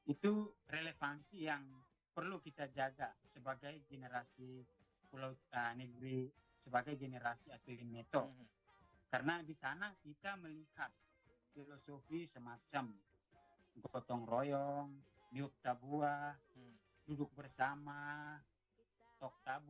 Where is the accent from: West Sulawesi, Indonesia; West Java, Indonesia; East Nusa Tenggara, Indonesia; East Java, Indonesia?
East Nusa Tenggara, Indonesia; Nah, satu tantangan terbesar juga kebiasaan kita orang Dawan Timur, khususnya dalam hal ini dari mohon maaf dari kota ya Kepa